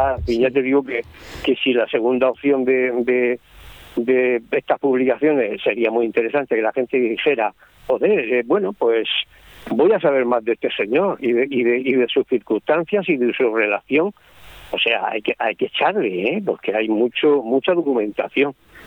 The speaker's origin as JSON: {"language": "Spanish", "region": "Region of Murcia", "country": "Spain", "said": "yo soy de Murcia"}